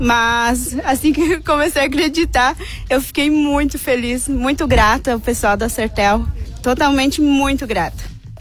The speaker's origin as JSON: {"language": "Portuguese", "country": "Argentina", "tie": "born or raised there", "moved": "yes", "lives_now": "Lajeado, Brazil", "said": "Ah, eu sou da Argentina, natural de lá. Tô morando aqui no Brasil faz uns 21 anos. Tô morando aqui nessa casa uns 12 anos"}